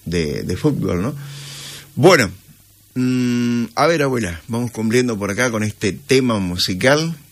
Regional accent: Argentina; somos argentinos

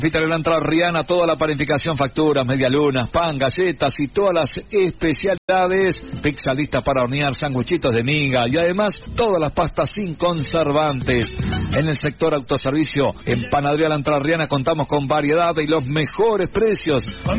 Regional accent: Argentina; A los argentinos no nos quieren

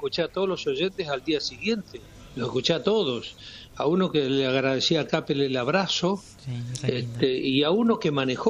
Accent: Patagonia, Argentina; moved away; Yo vengo de la Patagonia profunda y mi única compañía en la mitad del campo era la radio.

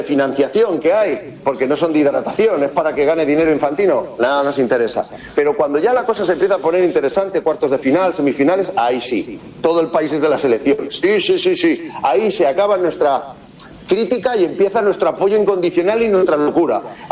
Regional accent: Spain; Mira, yo no soy la Argentina, pero en España somos de tirarnos a las fuentes.

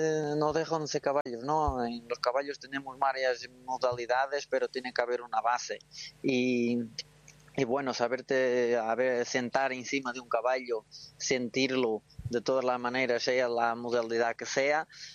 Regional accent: Portugal; Spanish is a second language; cuando piensas jamás piensas así tan alto y más de un turf de donde vengo, de Portugal, que hay mucha afición, pero no, las carreras no son muy conocidas y no tenemos grandes carreras ahí.

